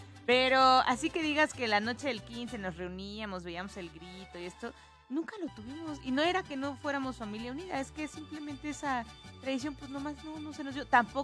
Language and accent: Spanish; Mexico; Si bien todos como mexicanos nos sentimos orgullosos y contentos una noche de 15 de septiembre